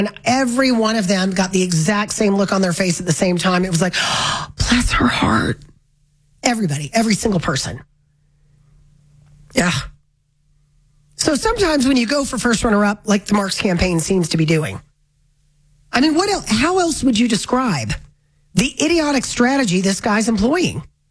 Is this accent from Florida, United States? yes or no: yes; Florida, United States; born there